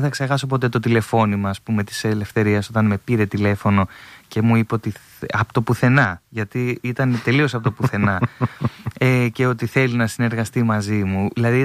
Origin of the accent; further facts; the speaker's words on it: Thessaloniki, Central Macedonia, Greece; οι τραγουδιστές που είμαστε και από τη Θεσσαλονίκη